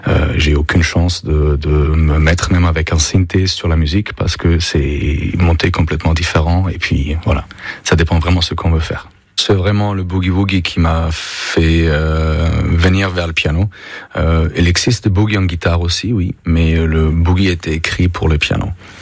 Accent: Innsbruck, Tyrol, Austria; French is a second language; moved away as an adult; now in Ribérac, France; Je suis pianiste voyageur originaire d'Autriche. J'habite dans notre joli Périgord depuis plus que 10 ans, près de Ribérac.

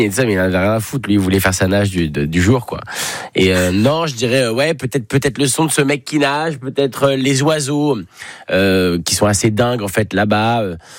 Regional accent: Paris, Île-de-France, France; j'ai grandi à Paris, donc vivre près de la Seine, ça a rien à voir.

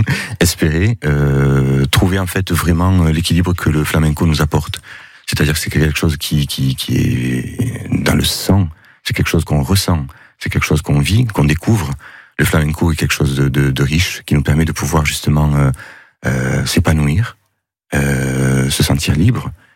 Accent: Perpignan, Occitanie, France; born there; mes parents, par exemple, sont arrivés il y a beaucoup d'années ici. Donc c'est pour ça que je suis né ici à Perpignan.

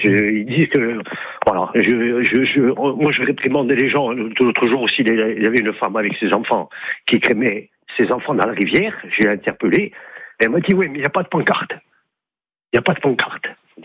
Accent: Corsica, France; je randonne beaucoup, je suis à la retraite, donc je suis corse, hein

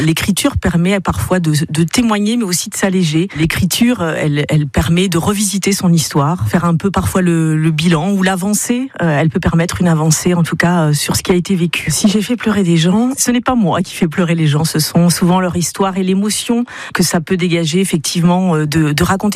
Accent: Parigné-l'Évêque, Pays de la Loire, France; born or raised there; also born or lived in Le Mans

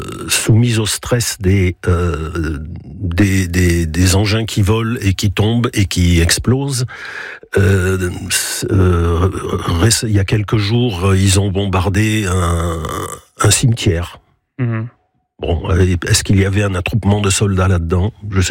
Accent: France; born there; Alors, moi, j'y suis né en France. C'est mes parents qui ont rejoint la France en 1945, 6, 7, je ne sais pas exactement quelle année. Ils se sont mariés ici, je suis né en France. Mm-hmm. Donc, je suis français de France.

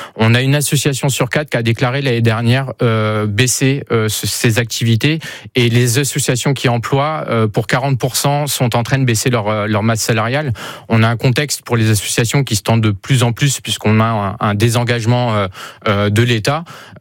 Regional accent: Montargis, Centre-Val de Loire, France; now in Tours, France; Mais moi je suis de Montargis

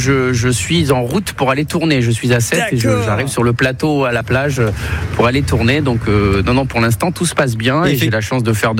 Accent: Amiens, Hauts-de-France, France; Je suis originaire de Picardie à Amiens. J'ai 10 frères et sœurs. Je suis d'origine marocaine

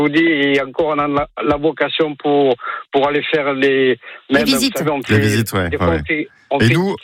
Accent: Frontignan, Occitanie, France; Moi, je suis de Frontignan, dans l'Hérault.

